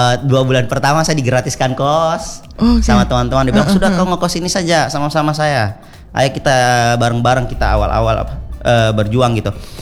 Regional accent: Sulawesi, Indonesia; saya orang Sulawesi tidak enakan ini. Kan kita punya darah

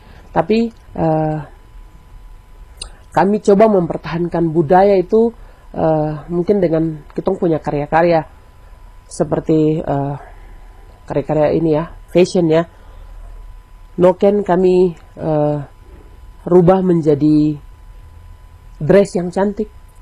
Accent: Wamena, Highland Papua, Indonesia; Saya pasti Wamena lah. Saya lahir dan besar di sini, cuaca dan segala macam tong sudah terbiasa dan di sini.

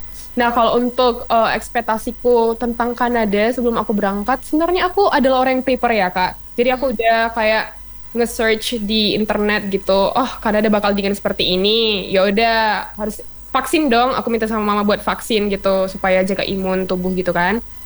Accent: Indonesia; moved away; also born or lived in Canada

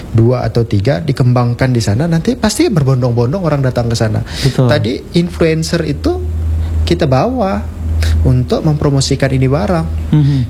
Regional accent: West Kalimantan, Indonesia; Di kampung saya di pedalaman Kabupaten Melawi sana, saya berpikir karena air kita jernih, bagus

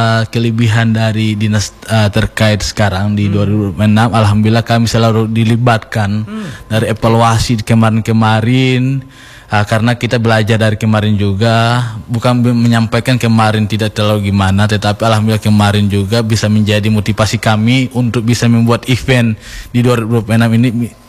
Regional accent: Gorontalo, Indonesia; saya orang Gorontalo

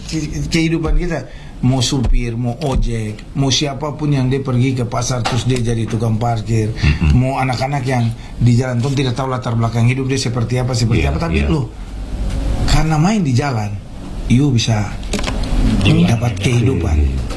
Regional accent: Sorong, Southwest Papua, Indonesia; kita ini anak-anak yang lahir besar di Sorong

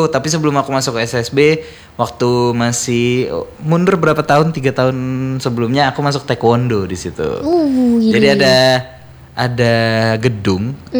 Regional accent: Samarinda, East Kalimantan, Indonesia; born there

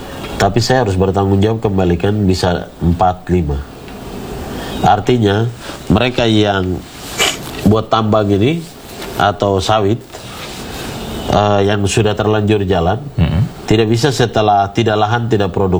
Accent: Papua, Indonesia; Nah, kita Papua ini, kita jaga, kita punya hutan, tapi kenapa kita tidak dapat jasa itu?

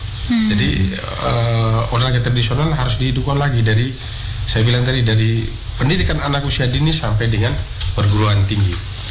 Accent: Flores, East Nusa Tenggara, Indonesia; kita orang Flores

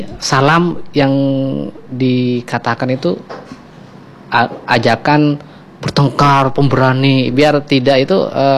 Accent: Madura, East Java, Indonesia; walaupun saya orang Madura, tapi jarang mendengarkan pengucapan bahasa yang sesungguhnya Madura.

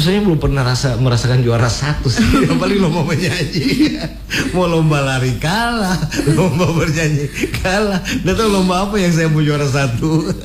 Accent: North Sulawesi, Indonesia; kita orang Sangir

